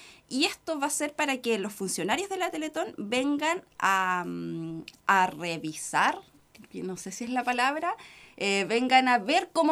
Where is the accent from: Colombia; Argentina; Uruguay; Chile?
Chile; estamos todos como chilenos muy agradecidos.